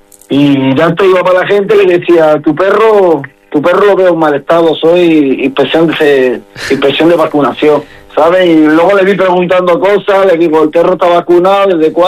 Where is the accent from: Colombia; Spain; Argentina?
Spain; Melilla; accent: Melillense; yo creo que nuestro acento melillense a la hora de hablar, no sé, me resulta mucho más gracioso que los demás, no porque sea de Melilla, sino porque es una mezcla